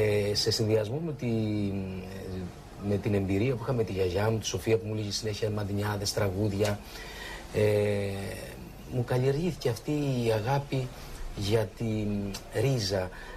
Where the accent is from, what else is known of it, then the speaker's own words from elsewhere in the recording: Kritsa, Crete, Greece; born there; εγώ ξεκίνησα εδώ στο χωριό μου